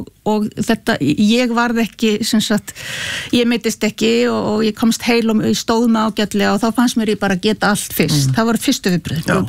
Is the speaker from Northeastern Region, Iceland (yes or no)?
yes; Akureyri, Northeastern Region, Iceland; Og við erum alveg upp á Akureyri